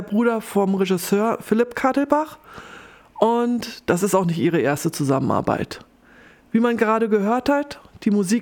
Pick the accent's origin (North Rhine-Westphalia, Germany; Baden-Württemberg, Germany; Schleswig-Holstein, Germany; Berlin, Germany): Berlin, Germany; Als Berlinerin